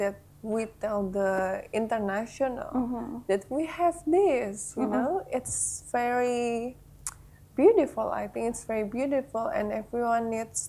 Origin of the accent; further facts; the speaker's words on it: Jakarta, Indonesia; born there; Aku lahirnya di Jakarta. tapi keluarga itu dari Kalimantan Utara.